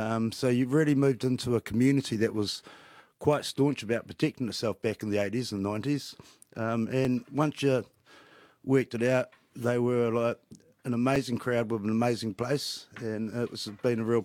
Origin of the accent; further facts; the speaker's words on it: Paraparaumu, New Zealand; So when I was a kid, I grew up in Parramatta, but we whakapapa back to Rakiura, Stewart Island, Ngāti Māmue.